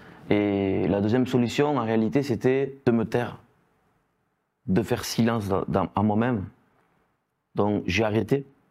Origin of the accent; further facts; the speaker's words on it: Béziers, Occitanie, France; j'ai 38 ans et je viens de Béziers.